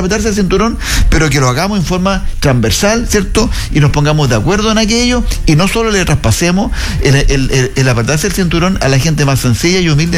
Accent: Chile; Y eso es lo que tenemos que hacer todos los chilenos de bien nacidos.

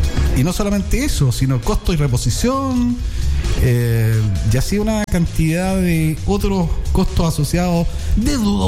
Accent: Chile

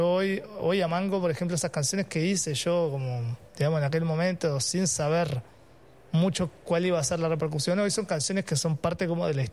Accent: Uruguay; now in Chile

